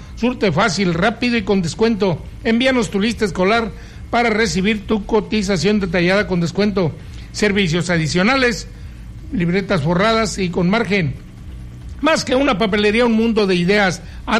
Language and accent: Spanish; Mexico; somos mexicanos, de que nuestra patria es primero